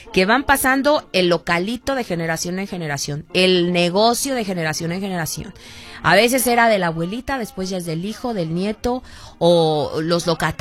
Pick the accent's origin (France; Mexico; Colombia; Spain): Mexico; O sea, somos mexicanos y nos disfrazamos de mexicanos.